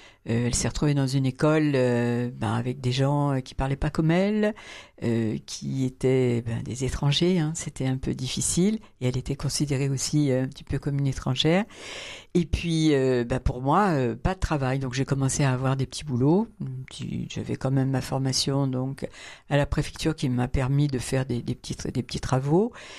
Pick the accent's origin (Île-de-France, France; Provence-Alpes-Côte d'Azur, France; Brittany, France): Île-de-France, France; Paris; Ouais, une partie de plaisir, c'est compliqué quand on est Parisien, oui.